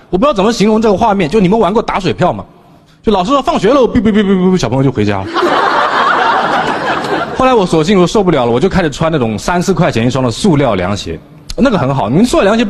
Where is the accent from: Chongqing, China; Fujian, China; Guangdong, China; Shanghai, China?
Fujian, China; 我出生在福建西部的一个靠山的多雨的小县城。